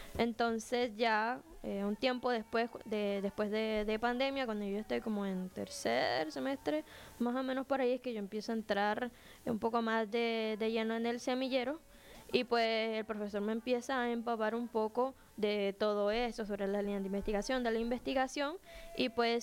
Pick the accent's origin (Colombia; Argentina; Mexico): Colombia; Sahagún, Córdoba; porque yo soy de Sahagún